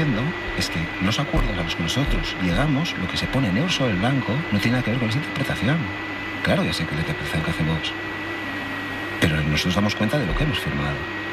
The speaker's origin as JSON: {"language": "Spanish", "town": "San Sebastián", "region": "Basque Country", "country": "Spain", "said": "Independientemente de donde uno haya nacido, yo soy, por ejemplo, de Donosti."}